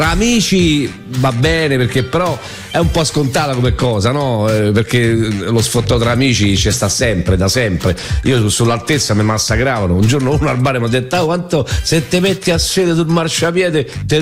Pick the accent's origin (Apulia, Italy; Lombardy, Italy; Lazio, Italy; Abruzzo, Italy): Lazio, Italy; Rome; a noi romani non interessa